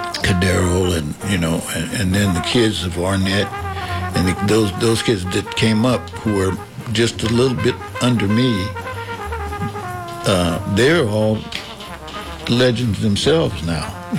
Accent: Texas, United States; I'm from Texas, and there were people that I, as a young kid, I didn't even know anything about music

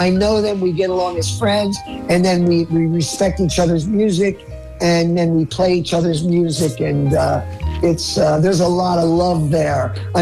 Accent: New Jersey, United States; I'm from New Jersey

